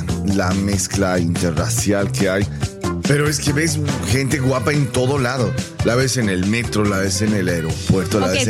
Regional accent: Bolivia; yo soy boliviano, yo soy de Bolivia.

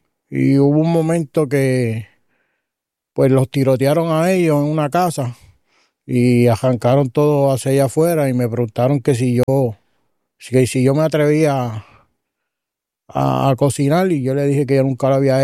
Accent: Las Piedras, Puerto Rico; born or raised there

